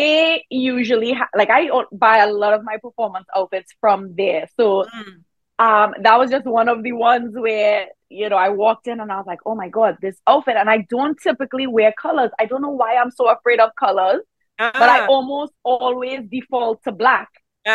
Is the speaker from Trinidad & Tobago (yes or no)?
yes; Trinidad & Tobago; I am from Trinidad. I play mass.